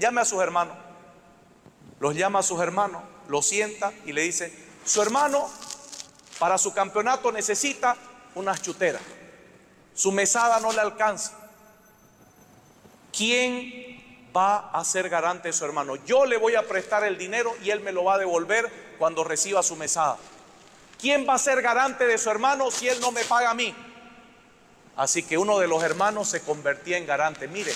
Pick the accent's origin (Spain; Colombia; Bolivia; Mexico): Bolivia; Montero, Santa Cruz; Montero, yo soy de Montero. Así que yo conocí cómo estaba Guavirá.